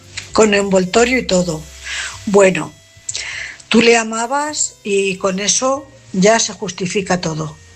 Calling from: Cuenca, Castilla-La Mancha, Spain; corresponsal de Cuenca.

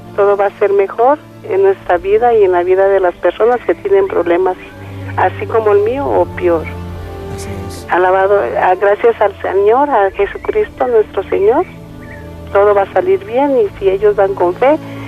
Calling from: Jocotepec, Jalisco, Mexico; De acá, de Jalado, de Jocotepec.

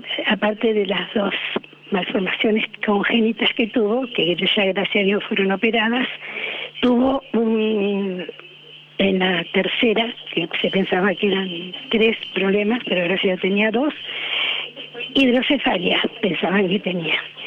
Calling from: Rosario, Santa Fe, Argentina; ¿Qué tal, querido? … de Rosario.

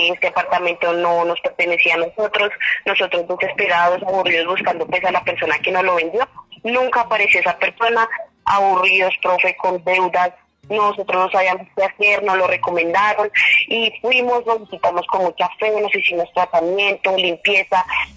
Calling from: Bogotá, Colombia; Desde Lucero Alto

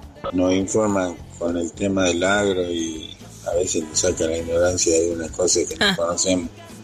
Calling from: Comodoro Rivadavia, Chubut, Argentina; De Comodoro Rivadavia

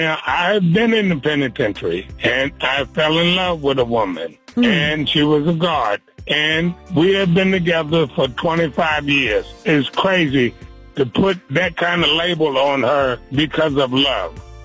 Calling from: Alexandria, Virginia, United States; I'm from Alexandria, Virginia.

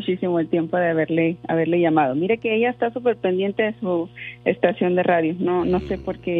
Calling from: Veracruz, Mexico; Del estado de Veracruz.

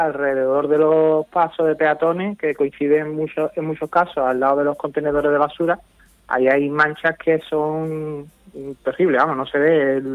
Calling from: Puerto Real, Andalusia, Spain; yo vivo en Casines, en una barriada de Puerto Real que está casi al fondo de Puerto Real, saliendo ya para San Fernando, en la salida de San Fernando.

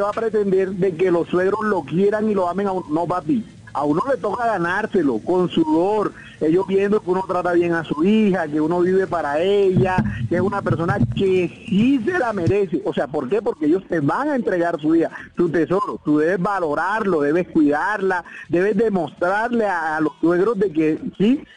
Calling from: Caribbean coast, Colombia; Es la sabrosura de un costeño, mamá. Aquí donde sea los costeños somos así.

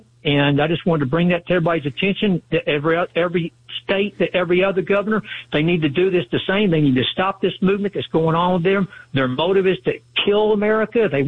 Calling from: Dallas, Texas, United States; And I'm calling from Dallas, Texas

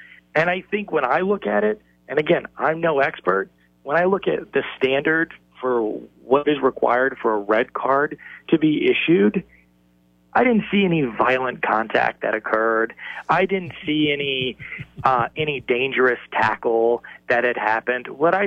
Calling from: United States; as an American

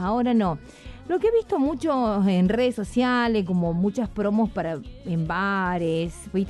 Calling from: Las Rosas, Santa Fe, Argentina; de las Rosas, Santa Fe.

